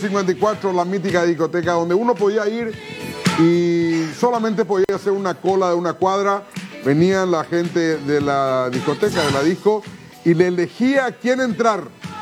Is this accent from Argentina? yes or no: no; Paraguay